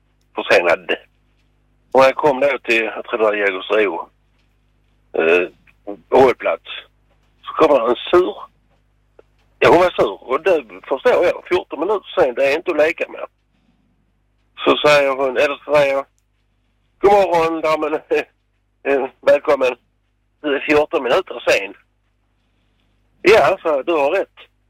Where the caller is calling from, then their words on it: Sweden; inte för mig som svensk